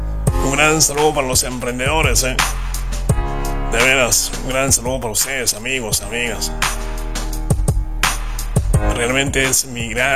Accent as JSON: {"language": "Spanish", "country": "Peru", "said": "A sentirnos orgullosos de ser peruanos."}